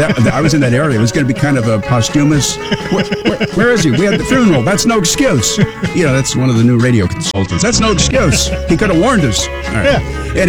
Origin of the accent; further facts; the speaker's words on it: Wyoming, United States; Let's start with Wyoming. I'm cheating. I'm going one up because that's my home state.